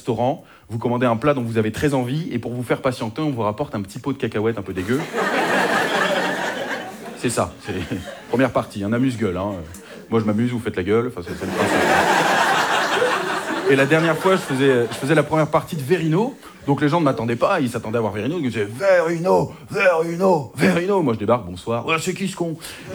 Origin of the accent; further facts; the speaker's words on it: Hauts-de-France, France; moi je suis du Nord-Pas-de-Calais, on fait pas ça chez vous